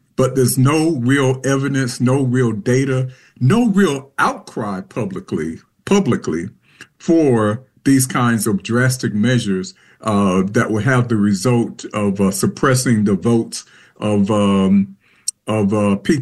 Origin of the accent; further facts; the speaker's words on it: North Carolina, United States; Well, Professor John, I'm from Eastern North Carolina